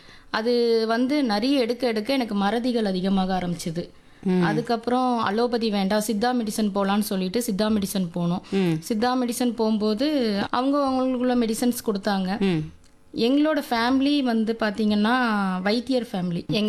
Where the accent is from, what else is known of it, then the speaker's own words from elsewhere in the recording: Suthamalli, Tamil Nadu, India; திருநெல்வேலி மாவட்டம் சுத்தமல்லி கிராமத்திலிருந்து வரேன்.